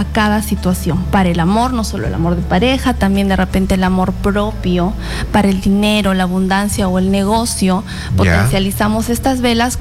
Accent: Peru; todos somos peruanos.

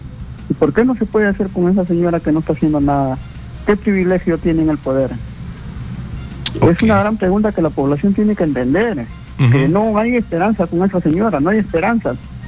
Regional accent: Peru; Entonces, es algo imposible que haga por nosotros, como peruanos que somos, pero...

